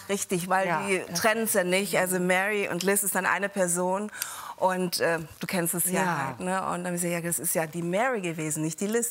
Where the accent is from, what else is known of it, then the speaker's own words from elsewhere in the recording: Germany; born there; Also mein Geburtsland ist Deutschland, aber meine Herkunft ist Ghana.